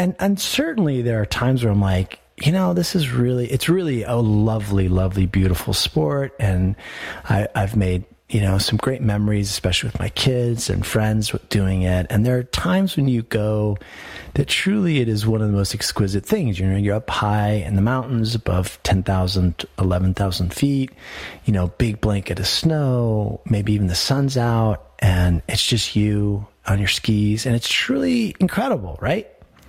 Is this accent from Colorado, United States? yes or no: yes; Colorado, United States; But so I grew up here in Colorado. My mother was a child of immigrant parents.